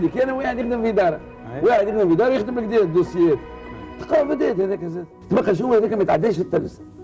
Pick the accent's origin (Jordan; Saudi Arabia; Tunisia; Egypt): Tunisia; ، أنا تونسي، أنا تونسي